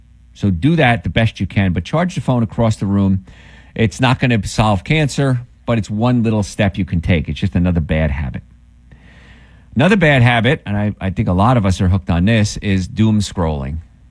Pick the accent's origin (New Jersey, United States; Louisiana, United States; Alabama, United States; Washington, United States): New Jersey, United States; I grew up in New Jersey with the Hudson River there. It wasn't clear water. Not back then, anyway.